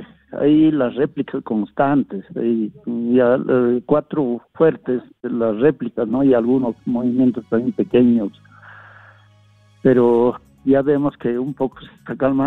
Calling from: Chongos Bajo, Junín, Peru; yo soy un poblador

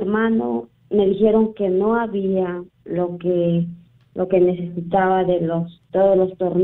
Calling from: Lima, Peru; Y los llamo de acá de San Juan de Miraflores, pero he venido de visita, yo vivo en San Juan del Urigancho.

